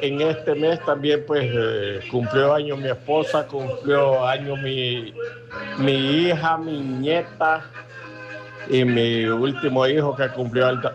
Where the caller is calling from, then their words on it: La Paz, El Salvador; Aquí le saludo a Atilio Orellana desde Playa La Zunganera.